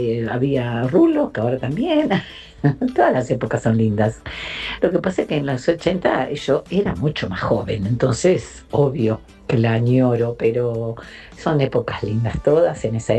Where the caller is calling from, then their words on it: Mar del Plata, Buenos Aires Province, Argentina; de Mar del Plata.